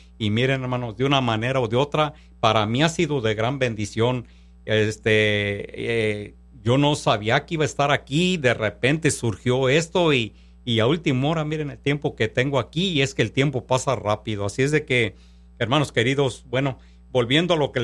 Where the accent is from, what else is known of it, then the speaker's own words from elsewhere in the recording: Panindícuaro, Michoacán, Mexico; Hermanos, yo soy de Michoacán, de Panindícuaro, Michoacán